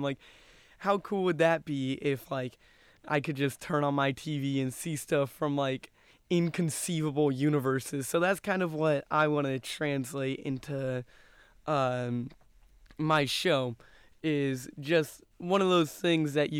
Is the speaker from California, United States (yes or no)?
yes; Carlsbad, California, United States; moved away as an adult; now in Irvine, United States; 18 years old, and I am a part of the class of 2030. I'm from Carlsbad, California, which is just a little bit down the coast from us here in Irvine.